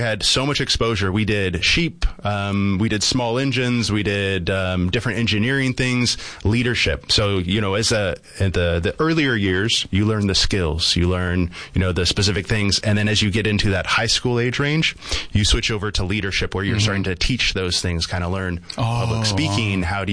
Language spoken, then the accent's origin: English; Merced, California, United States; now in Yuma, United States; Originally from Merced, California, so Central Valley, very similar to Yuma.